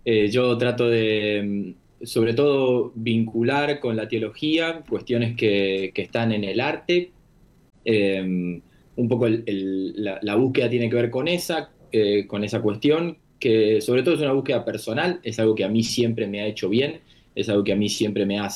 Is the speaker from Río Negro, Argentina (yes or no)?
no; Coronel Suárez, Buenos Aires Province, Argentina; born there; Recuerdo tener 14, 15 años, estar con un amigo mío de Coronel Suárez, provincia de Buenos Aires, donde yo nací